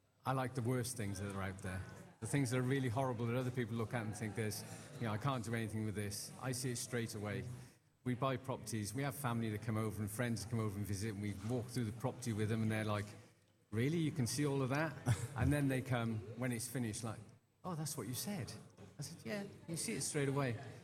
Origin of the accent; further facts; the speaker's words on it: Cardiff, Wales, United Kingdom; moved away as an adult; now in Mallorca, Spain; I'm from Cardiff, Wales.